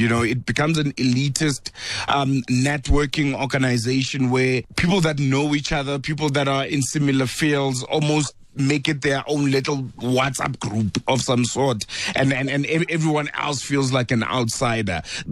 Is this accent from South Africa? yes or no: yes; South Africa; as a South African Black Muslim